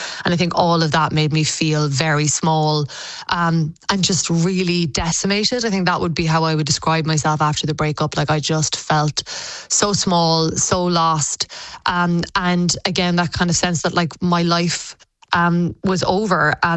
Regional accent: Clonakilty, Munster, Ireland; Yeah, you know, I'm from Clonakilty. You know, my parents own O'Neill's Butcher Shop on the main street there.

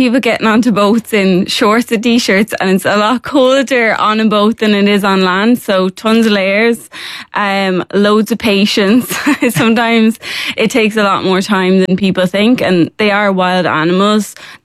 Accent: Wexford, Leinster, Ireland; I'm from Wexford.

